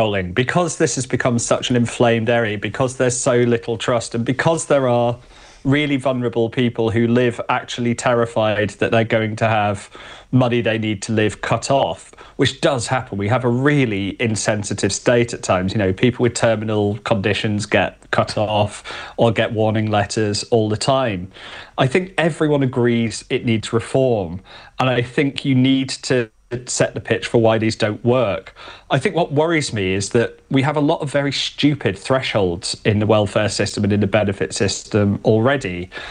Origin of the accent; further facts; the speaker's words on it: Yorkshire and the Humber, United Kingdom; I'm a Yorkshireman